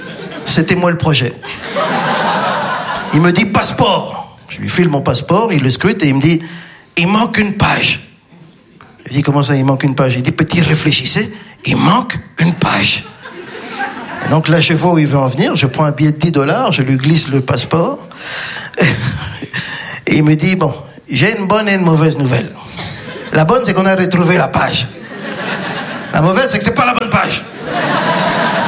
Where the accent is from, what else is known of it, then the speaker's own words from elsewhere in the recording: Belgium; also born or lived in Democratic Republic of the Congo; pour ceux qui ne me connaissent pas, et Dieu sait s'ils sont minoritaires. Je suis un humoriste belge d'origine congolaise, très connu en Belgique